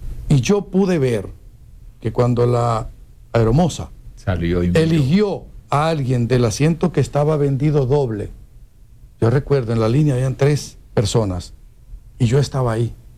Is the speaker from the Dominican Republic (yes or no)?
yes; Dominican Republic